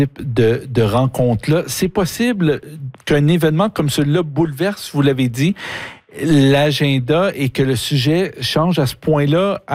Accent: Ontario, Canada; Chez nous, en Ontario

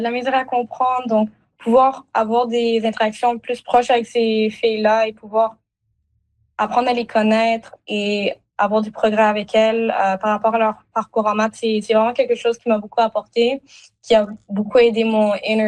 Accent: Australia; first language French; les deux, ils sont québécois de base. Et même en Australie, ils m'ont beaucoup parlé en français, c'est ma première langue. Et ils nous ont toujours parlé en français à moi et mon frère à la maison. On a appris l'anglais en parallèle à l'extérieur.

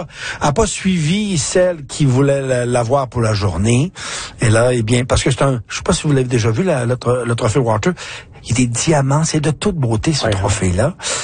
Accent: Alberta, Canada; chez nous en Alberta

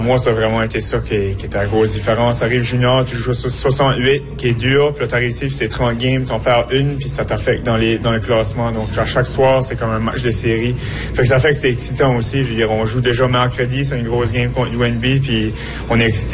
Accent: New Brunswick, Canada; Moi, je suis acadien. Je viens d'ici la région. J'ai grandi en écoutant les Aigles Bleus.

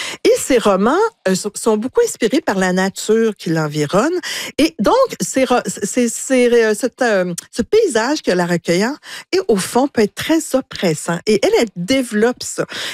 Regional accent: Montreal, Quebec, Canada; Alors moi, je suis montréalaise.

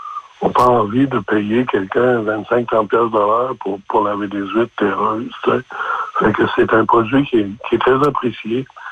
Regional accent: New Brunswick, Canada; also born or lived in Gaspésie, Quebec; now in Anticosti Island, Canada; je suis un immigrant au Québec. Je viens du Nouveau-Brunswick à l'origine, puis j'ai passé énormément de temps en Gaspésie avant de venir à Nicostie. Quand j'ai découvert Nicostie, je m'ai senti vraiment habité par l'île, puis je suis ici en permanence depuis l'an 2000.

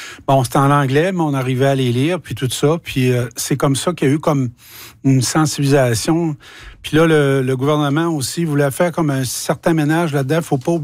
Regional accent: Sacré-Cœur, Quebec, Canada; Il y a 45 ans, on parle de 1981, j'habitais la Côte-Nord. Je suis originaire de la Côte-Nord

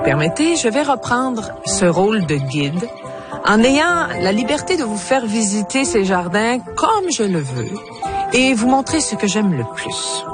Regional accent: Saint-Octave-de-Métis, Quebec, Canada; born there; Moi, je suis une petite fille du bout. Oui, je suis née à Saint-Octave-de-Métis, à 5 km de ces jardins fabuleux que nous allons visiter.

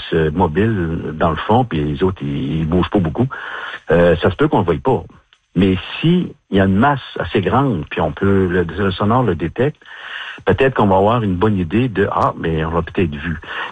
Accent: Quebec, Canada; moi je viens pas de Pouinigamouk en passant, je viens de la Côte-Nord.

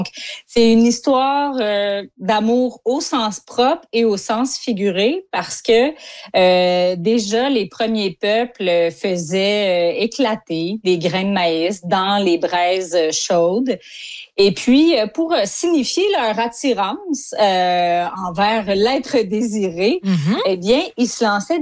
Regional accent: Saint-Guillaume, Quebec, Canada; Moi, je viens de Saint-Guillaume, au centre du Québec.

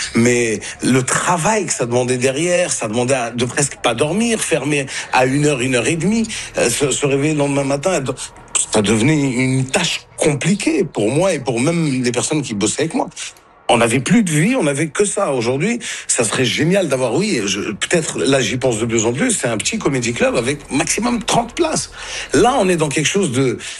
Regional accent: Côte d’Ivoire; Donc ça c'est dit, c'était vraiment pas une vanne, donc je viens de Côte d'Ivoire. Et puis je suis très fier de venir de Côte d'Ivoire

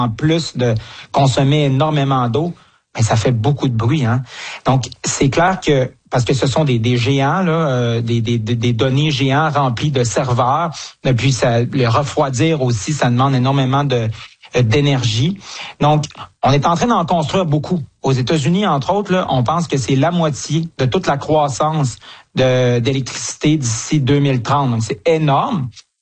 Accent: Quebec, Canada; chez nous, au Québec.

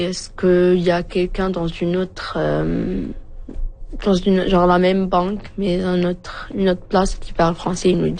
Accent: Morocco; first language Moroccan Arabic; French is a second language; On vient du Maroc.

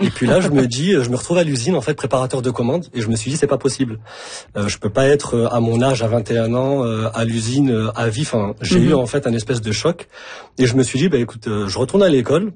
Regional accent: Montpellier, Occitanie, France; also born or lived in Paris; now in Canada

